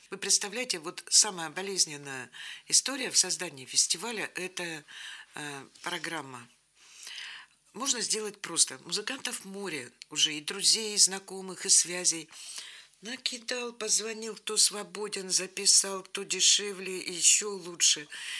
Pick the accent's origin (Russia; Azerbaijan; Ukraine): Russia; Vologda, Vologda Oblast; also born or lived in Saint Petersburg; Я коренная вологжанка, поучилась в Питере, вернулась обратно.